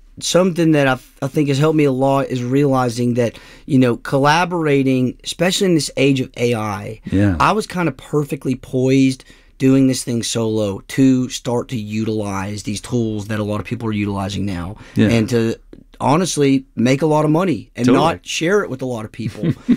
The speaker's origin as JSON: {"language": "English", "region": "Tennessee", "country": "United States", "said": "Me and Brenna are from the same area, kind of Appalachia. She's from Eastern Kentucky. I'm from Eastern Tennessee."}